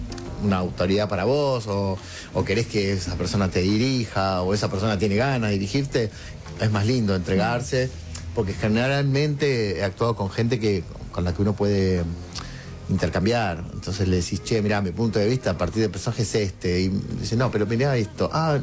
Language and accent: Spanish; Rosario, Santa Fe, Argentina; moved away; vengo del interior, vengo de Rosario